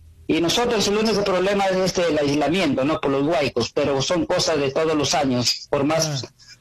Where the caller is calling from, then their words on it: Lambayeque, Peru; nosotros estamos acá, somos andinos también